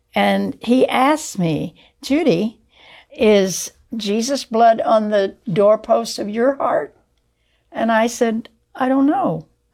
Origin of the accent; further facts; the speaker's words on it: Pasadena, Texas, United States; also born or lived in South Houston; And then we moved from South Houston to Pasadena, Texas, and played with another neighbor friend named Linda, and I brought her to camp with me, probably when I was about 10 years old or so.